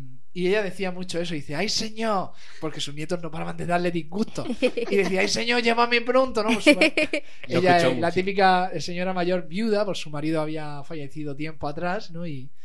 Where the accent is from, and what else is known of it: Spain